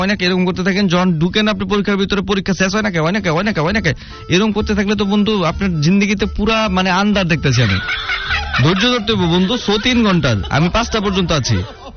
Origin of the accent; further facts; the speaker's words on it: Sandwip, Chittagong Division, Bangladesh; কারণ আমার বাড়ি সন্দ্বীপ থেকে সমুদ্রের একটা দ্বীপ।